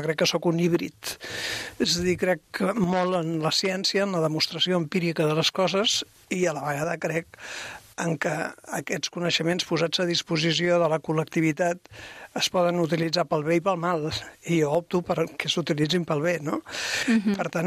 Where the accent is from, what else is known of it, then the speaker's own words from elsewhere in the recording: Mollet del Vallès, Catalonia, Spain; Diguem que per al Mollet, poble que hi ha dintre de la ciutat actual, jo sóc la filla de Campinyonaire.